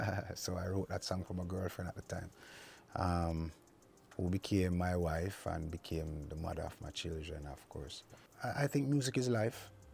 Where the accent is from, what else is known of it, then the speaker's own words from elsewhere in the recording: Saint Thomas, Jamaica; moved away; my little country boy, I come from St. Thomas, Yalas Bush.